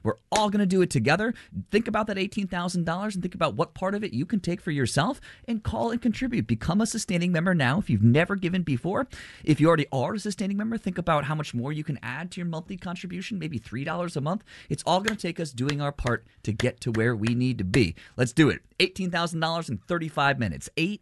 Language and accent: English; Montville, New Jersey, United States; I'm from Montville, New Jersey. That's right next door to Booton.